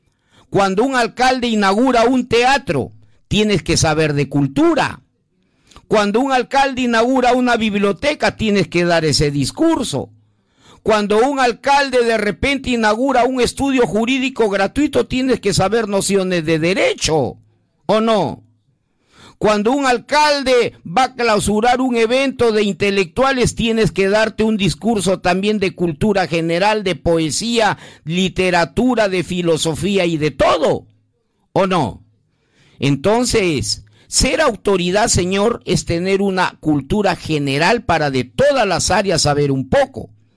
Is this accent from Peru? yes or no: yes; Batán Grande, Lambayeque, Peru; Pero desde la niñez yo he jugado en el Sportifón de mi tierra, Batangrande, donde yo me crié.